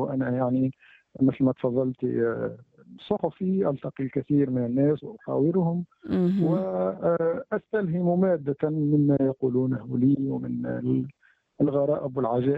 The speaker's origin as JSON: {"language": "Arabic", "country": "Tunisia", "said": "نحن كشعب تونسي"}